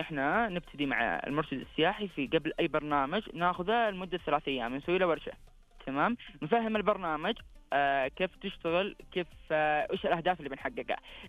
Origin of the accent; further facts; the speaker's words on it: Saudi Arabia; على عاتقنا كجادو او كسعوديين لابد ان نساهم في هذه التنميه ونشارك العالم هذا التطور الكبير